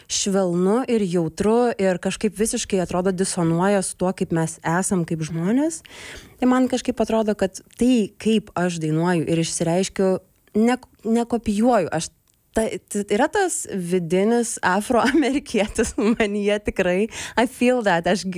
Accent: Jonava, Kaunas County, Lithuania; aš šiaip tai užaugau Jonavoj, didžiąją savo laiko dalį praleidau su mama.

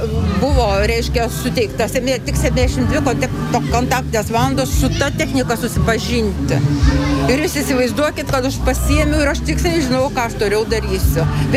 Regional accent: Šiauliai, Šiauliai County, Lithuania; born there; now in Akmenė, Lithuania; Aš labai esu lojali ir myliu Akmenę, nors gimiau Šiauliuose, bet nu, man Akmenė yra nepakartojama ir nepamainama.

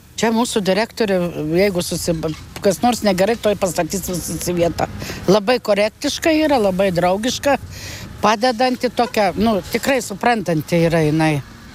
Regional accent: Samogitia, Lithuania; Mes žemaičia, aš ne visai esu žemaitė, bet žemaičia mes turim tą savo tokį užsispyręs kaip žemaitis.

